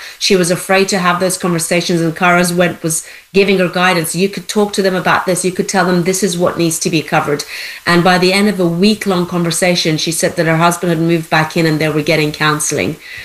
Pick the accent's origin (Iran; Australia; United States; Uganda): Iran; I was born in Iran. I was actually born on the day that took the greatest fatalities as Iranians fought and protested to turn Iran into an Islamic Republic.